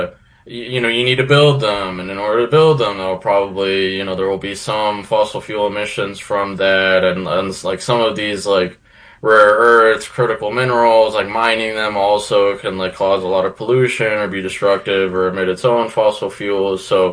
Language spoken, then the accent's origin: English; Florida, United States; now in Fort Lauderdale, United States; We're from Florida. I've always lived 15 minutes from the beach. I'm in Fort Lauderdale